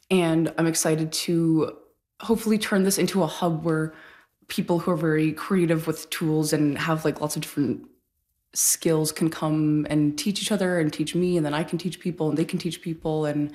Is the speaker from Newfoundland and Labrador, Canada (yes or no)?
no; Toronto, Ontario, Canada; moved away as an adult; So I grew up in Toronto and that was like a big, when I moved here for the first time 5 years ago, that was like a big culture shock for me